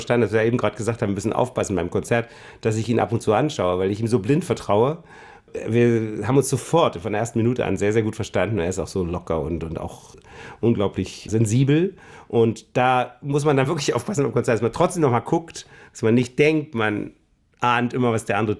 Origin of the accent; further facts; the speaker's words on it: Germany; Das können wir eigentlich nicht als Deutsche.